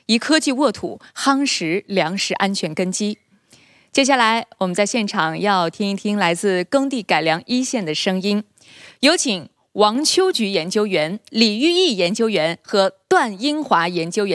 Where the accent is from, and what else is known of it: Northeast China, China